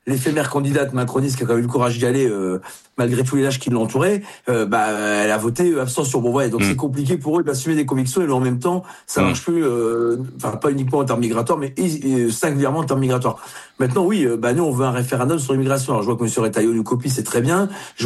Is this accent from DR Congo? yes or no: no; Hauts-de-France, France; Puis je suis du Nord, donc les accords du Touquet qui nous mettent à genoux face à l'immigration irrégulière, je les connais bien effectivement.